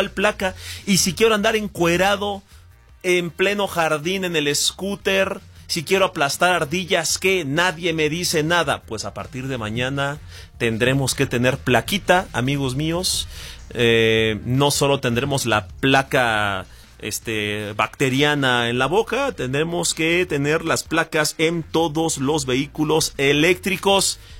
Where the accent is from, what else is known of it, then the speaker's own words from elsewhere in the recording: Mexico; ¿Qué permiso tenemos como mexicanos?